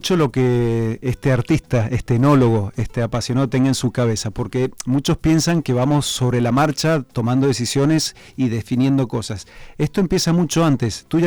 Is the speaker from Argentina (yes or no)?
yes; Argentina; now in Spain; volviendo a mi tierra, Argentina